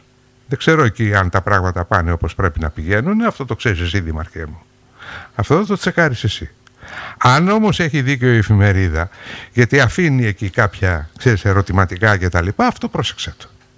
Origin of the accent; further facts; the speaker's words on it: Kalymnos, South Aegean, Greece; born there; now in Rhodes, Greece; Μπορεί να μην γεννήθηκα εδώ, εγώ είμαι Καλλίμνιος, γεννήθηκα στην Κάλυμνο.